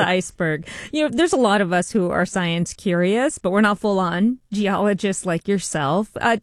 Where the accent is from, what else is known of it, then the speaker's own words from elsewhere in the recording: California, United States; I'm from Southern California, so I have.